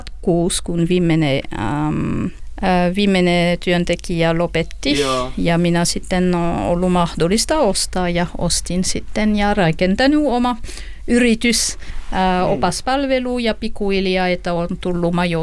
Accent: France; Finnish is a second language; now in Finland; Olen ranskalainen. Olen tullut tällä kylälle 2001.

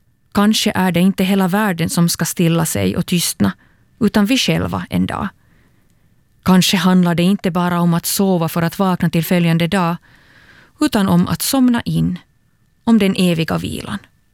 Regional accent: Turku, Southwest Finland, Finland

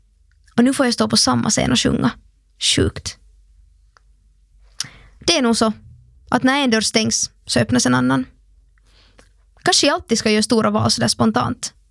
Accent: Finland; also born or lived in London; Däremellan gör jag mitt bästa för att höras med familjen hemma i Finland.

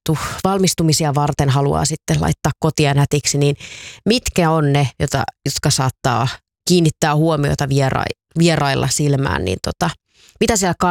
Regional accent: Tampere, Pirkanmaa, Finland; Aikanaan kun lähdin aina kesäksi sitten jonnekin kesätoimittajaksi jonnekin pois kotikaupungistani Tampereelta

